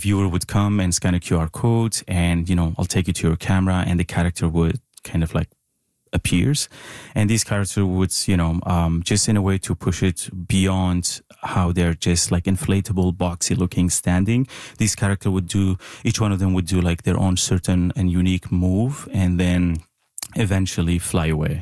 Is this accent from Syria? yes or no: yes; Syria; growing up in Syria, we had this tiny small room was given to our family, my mom and my siblings.